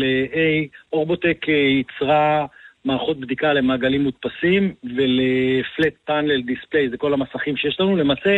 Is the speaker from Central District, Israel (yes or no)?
yes; Kfar HaNagid, Central District, Israel; also born or lived in Singapore; אני גדלתי במושב כפר הנגיד, וגדלתי למשפחה של חקלאים, בעיקר מטעים, קרמים, פרדסים